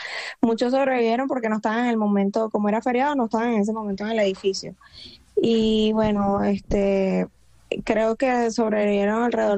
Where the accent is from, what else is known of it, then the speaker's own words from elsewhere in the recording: Caracas, Capital District, Venezuela; Yo soy de Caracas, nací en la clínica Loira.